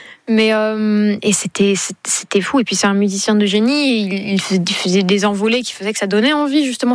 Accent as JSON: {"language": "French", "town": "Paris", "region": "Île-de-France", "country": "France", "tie": "born there", "said": "Et j'ai le droit parce que je suis née à Paris"}